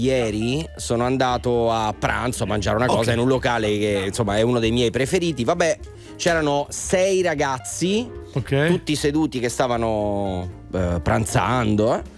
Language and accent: Italian; Naples, Campania, Italy; anche io, ad esempio, ho origini calabresi. La famiglia di mio papà è di origini calabresi. Poi si è trasferito tutto a Napoli. Siamo napoletani nel midollo. Però da parte di mio papà veniamo proprio da lì.